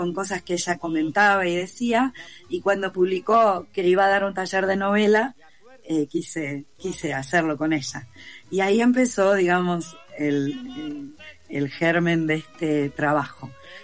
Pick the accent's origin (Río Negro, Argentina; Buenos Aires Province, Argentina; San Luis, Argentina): Buenos Aires Province, Argentina; Lanús; born there; yo soy nacida en Lanús, y cuando yo empecé muy joven, muy chica, a ir a estudiar teatro a la ciudad de Buenos Aires